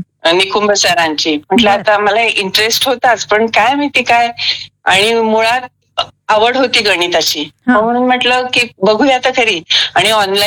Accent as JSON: {"language": "Marathi", "town": "Jalgaon", "region": "Maharashtra", "country": "India", "tie": "born or raised there", "also_born_or_lived": "Thane", "moved": "as an adult", "lives_now": "Nashik, India", "said": "मी मूळची जळगावची आहे."}